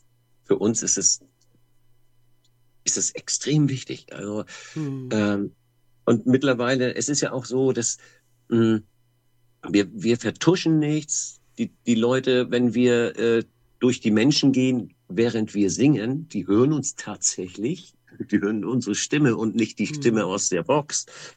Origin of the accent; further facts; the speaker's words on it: Hamburg, Germany; born there; Tatsächlich gebürtiger Hamburger.